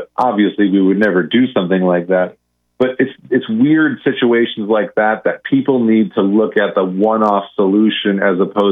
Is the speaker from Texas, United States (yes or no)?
no; California, United States; I say I'm from Southern California